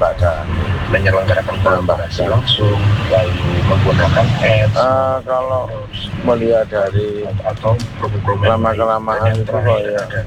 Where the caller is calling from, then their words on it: Malang, East Java, Indonesia; saya sebagai warga Kota Malang